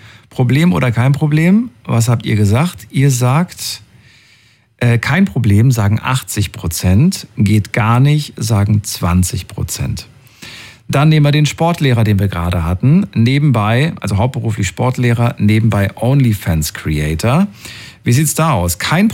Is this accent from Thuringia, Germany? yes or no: yes; Thuringia, Germany; Früher bin ich aus Thüringen und so weiter. Und da war FKK ganz normal, ne? in der ehemaligen DDR.